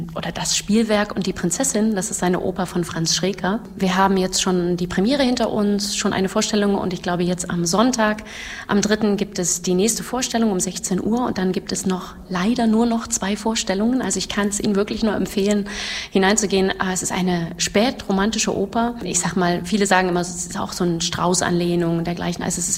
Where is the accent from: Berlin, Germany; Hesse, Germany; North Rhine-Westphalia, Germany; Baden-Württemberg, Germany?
Berlin, Germany; also born or lived in Weimar; now in Halle, Germany; bin ich gebürtige Hallenserin, weil ich eben, wie schon gesagt, hier im Kröllwitzer Krankenhaus geboren wurde, war aber dann eine ganze Weile nicht hier, weil ich in Berlin dann weiterhin groß geworden bin, studiert habe und mich der Zufall nach Halle zurückgebracht hat.